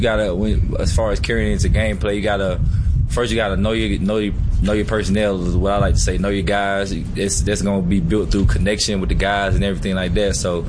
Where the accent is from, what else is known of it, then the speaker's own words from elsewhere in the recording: Mississippi, United States; Cause I mean, I'm from Mississippi. I don't have trouble anymore, but I've had trouble before with guys not understanding some of the things that I say.